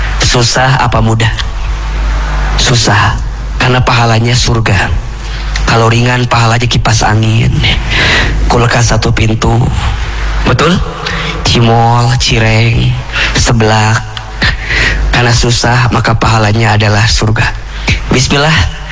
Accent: Garut, West Java, Indonesia; now in Bogor, Indonesia; kita orang kampung, kita orang desa, saya orang Garut. Untuk ke Jakarta dulu jauh sekali, gak pernah kebayang akan tinggal di Bogor sekarang.

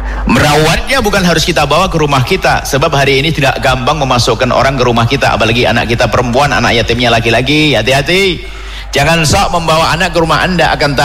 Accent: West Java, Indonesia; masyarakat kita, orang Sunda, dan kami yakin orang-orang yang lain juga sama, tapi pun demikian bisa mempertahankan lokalnya

